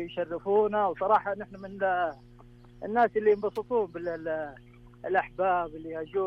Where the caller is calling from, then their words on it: Abha, Asir, Saudi Arabia; من أهل أبها،